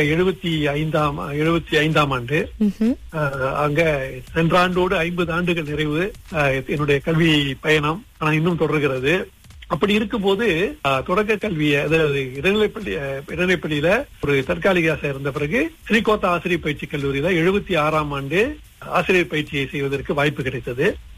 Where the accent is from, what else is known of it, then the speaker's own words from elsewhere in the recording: Labis, Johor, Malaysia; moved away as an adult; now in Kuala Lumpur, Malaysia; நான் பிறந்து வளர்ந்தது படித்ததெல்லாம் ஜுகூர் மாநிலம் சாவில் உள்ள ஜுகூர்ல ஆபீஸ் தோட்டம் பிரிவு 4. அத வந்து எங்க ஊர்ல வந்து 12 சொல்லுவோம், ஏன்னா 12 மைல் அது இருக்கு.